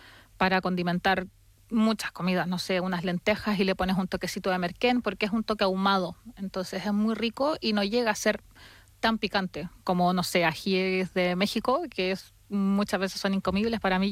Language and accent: Spanish; south, Chile; En Chile es más de todo, hacer la vida más al interior. Sobre yeah. todo de donde soy yo, que es más al sur, entonces que es un clima más austero.